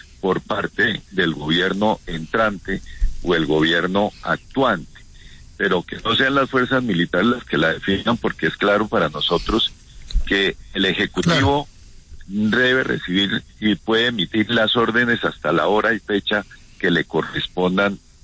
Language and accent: Spanish; Colombia; yo creo que al final de cuentas lo que uno quiere como colombiano es que haya una transición de gobierno lo más normal posible